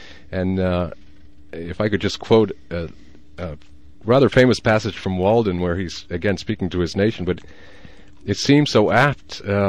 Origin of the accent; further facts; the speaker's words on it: İzmir, Turkey; moved away; when I grew up in Turkey